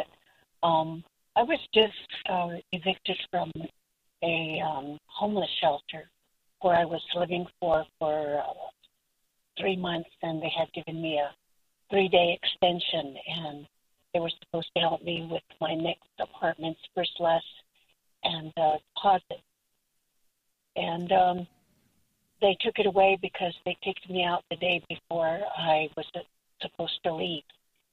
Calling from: Albuquerque, New Mexico, United States; I'm calling from Albuquerque, and I'm an urban Indian. I'm 72, and I'll be 73 soon.

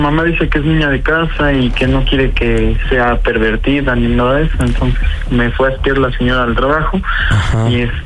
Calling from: Chalco, State of Mexico, Mexico; Tengo 34 años, soy de Chalco.

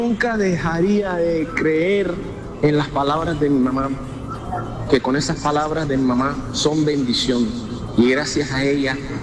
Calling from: Cartagena, Bolívar, Colombia; de la Terminal de Transporte de Cartagena.

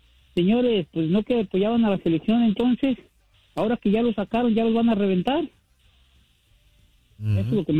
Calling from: Mexico; yo soy mexicano, orgullosamente

